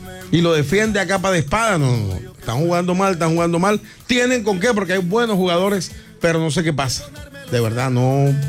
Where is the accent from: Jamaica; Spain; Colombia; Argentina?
Colombia; Barranquilla, Atlántico; Yo soy barranquillero, soy juniorista